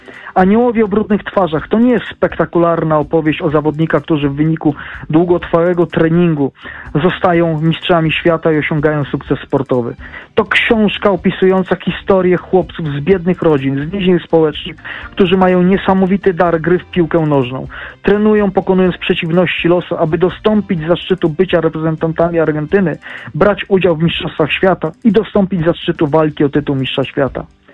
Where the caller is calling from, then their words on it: Warsaw, Masovian Voivodeship, Poland; Kłania się stały słuchacz z Warszawy